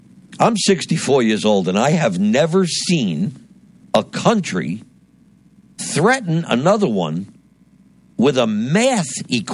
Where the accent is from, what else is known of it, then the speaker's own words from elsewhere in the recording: New Jersey, United States; My home state of New Jersey, for instance, the big problem, tolls.